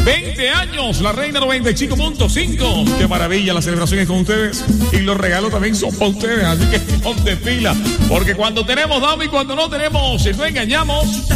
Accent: El Carmen de Bolívar, Bolívar, Colombia; Para nuestros amigos y nuestra familia en mi tierra linda, en el Carmen de Bolívar. ¡Que viva el Carmen!

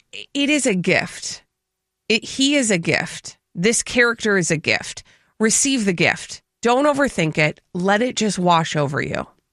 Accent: United States

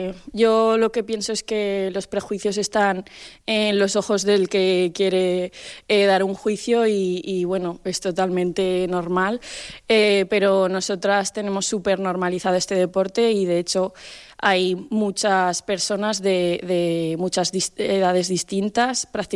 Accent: Pozuelo del Campo, Aragon, Spain; voy a hacer una jota navarra que cantaba mi abuelo en la romería de mi pueblo, que es Pozuelo del Campo.

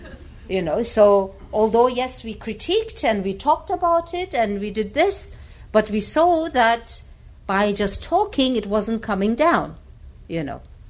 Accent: Dersim, Tunceli Province, Turkey; and I am from Dersim

